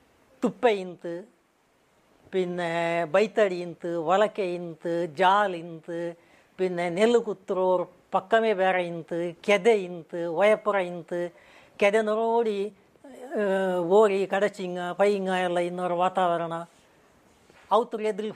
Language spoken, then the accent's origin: Kannada; Karnataka, India; born there; ಹಳ್ಳಿಲಿ ನಾನು ಜೀವನ ಹಾಕಿಟ್ಟು ಮೇಲೆ ಬಂದವನು.